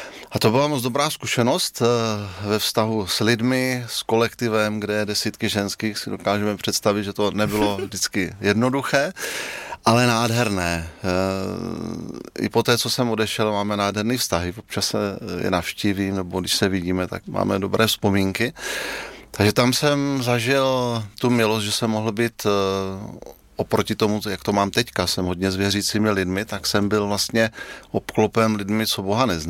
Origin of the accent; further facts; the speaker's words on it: Brno, South Moravian Region, Czechia; Tak, já jsem z Brna a jsem pastorem Církve Slovo života.